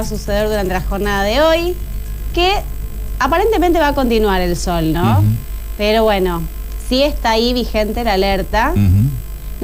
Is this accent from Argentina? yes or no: yes; Granadero Baigorria, Santa Fe, Argentina; Yo soy de Barrio San Miguel, de Granadero Baigorria, está muy cerquita ahí John Deere.